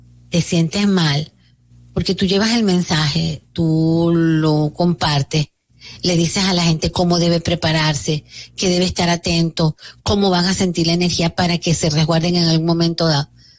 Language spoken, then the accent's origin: Spanish; Venezuela; me siento con una tristeza muy, muy grande por lo ocurrido en mi país. Yo lo dije en un programa, en varios programas que venía eso para Venezuela